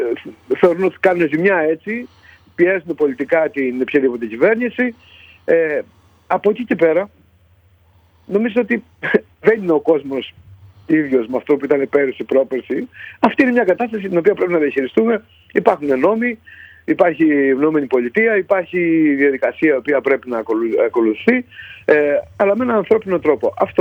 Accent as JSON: {"language": "Greek", "area": "Lasithi", "region": "Crete", "country": "Greece", "said": "νιώθω υπερήφανος που είμαι από το Λασίθι"}